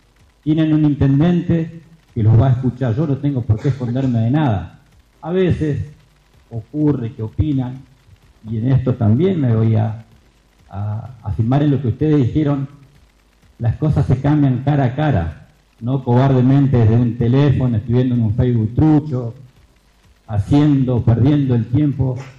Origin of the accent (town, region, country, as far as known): Junín de los Andes, Neuquén, Argentina; born or raised there